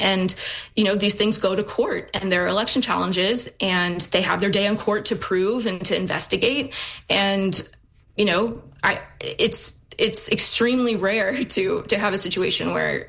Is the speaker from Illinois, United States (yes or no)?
no; Texas, United States; moved away; as a Texan myself. I mean, not currently, but as a, you know, I consider myself Texan still.